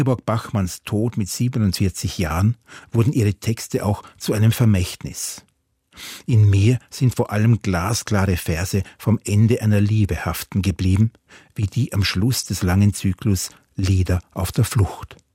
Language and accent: German; Salzburg, Austria; Als sie im Juni 1971 zu einer Lesung in meine Heimatstadt Salzburg kam, war ich erst 15 und wusste noch nichts von ihr.